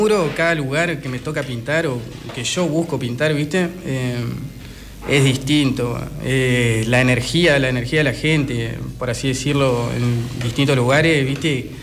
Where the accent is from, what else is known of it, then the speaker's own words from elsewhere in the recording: Argentina; porque yo soy del Nebel.